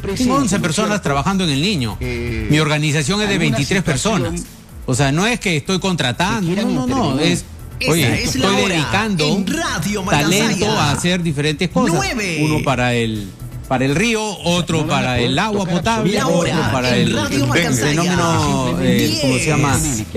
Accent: Piura, Peru; also born or lived in Lima; yo me siento piurano a pesar de que nací en Lima, pero viví de 0 a 10 años

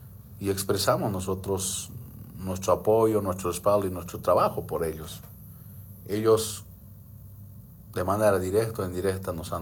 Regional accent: Cochabamba, Bolivia

